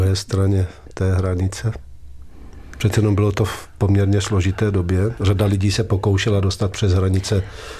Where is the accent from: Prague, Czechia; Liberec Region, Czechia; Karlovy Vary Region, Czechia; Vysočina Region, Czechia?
Vysočina Region, Czechia; já jsem z Vysočiny